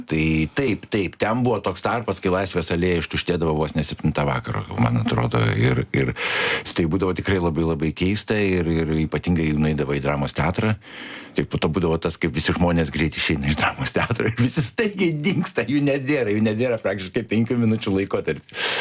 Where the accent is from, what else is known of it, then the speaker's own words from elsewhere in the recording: Kaunas, Kaunas County, Lithuania; born there; now in Vilnius, Lithuania; Bet kai manęs paklausė apie gimimą, aš visiems pasakau, kad tie pirmieji 2 metai vis tiek yra Kaune. Ir gimimas yra Kaune ir matyt, tai paliko tam tikrą pėdsaką.